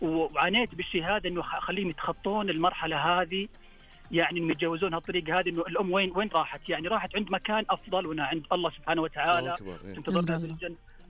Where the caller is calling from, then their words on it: Sakaka, Al-Jawf, Saudi Arabia; اكلمك من سكاكي منطقة الجوف.